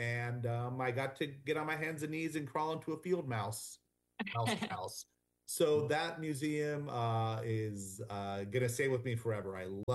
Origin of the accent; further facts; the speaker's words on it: United States; being half Venezuelan and being American